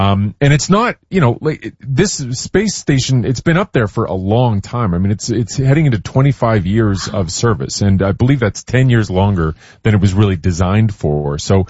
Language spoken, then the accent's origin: English; Canada; I love being a Canadian science reporter guy